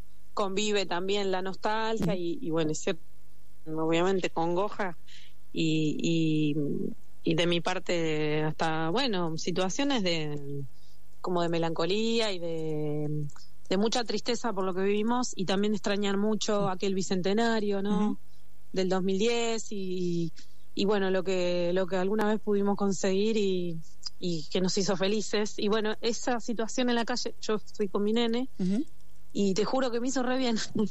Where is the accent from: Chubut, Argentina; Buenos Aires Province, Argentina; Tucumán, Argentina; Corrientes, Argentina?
Buenos Aires Province, Argentina; La Plata; siendo platense también